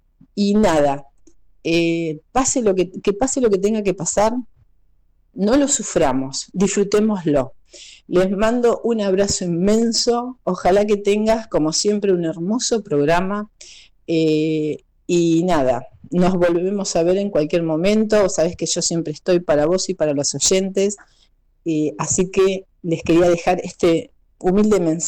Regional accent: Argentina; Nosotros como pueblo argentino dijimos, acá estamos

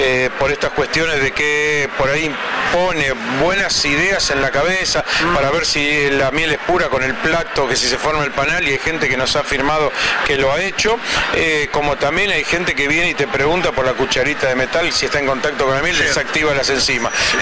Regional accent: Rawson, Chubut, Argentina; Nosotros somos de Rawson, del Valle Inferior del Río Chubut

